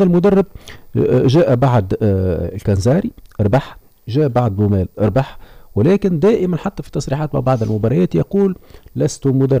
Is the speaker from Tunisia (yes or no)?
yes; Tunisia; احنا عندنا في تونس